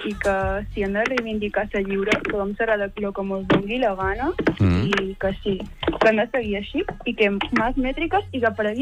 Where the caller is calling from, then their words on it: Balearic Islands, Spain; som de Mallorca